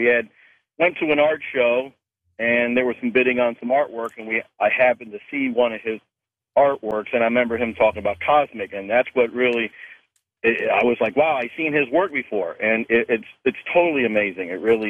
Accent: Cape Coral, Florida, United States; You know, but I'm from Cape Coral, Florida, and I seen his artwork.

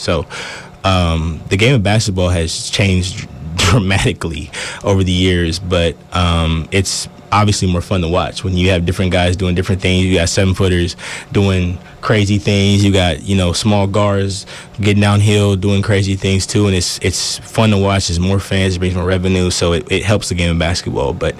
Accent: Texas, United States; now in Alaska, United States; I did. I've been born and raised in Texas. Texas my whole life.

